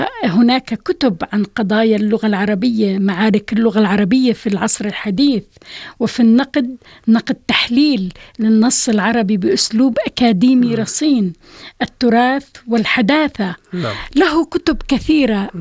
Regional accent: Jordan; وتحمينا كعرب وتحمينا كأردنيين

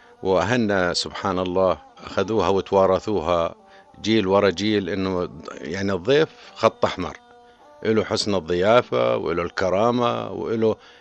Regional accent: Jordan; ونتعامل معهم أخواننا أيضا السوريين الموجودين عندنا بالأردن

